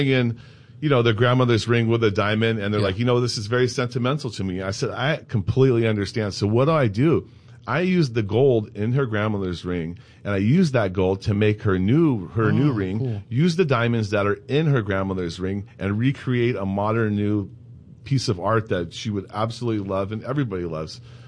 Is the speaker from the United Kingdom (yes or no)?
no; San Diego, California, United States; I wanted to come back to where I'm from. I'm born and raised in San Diego.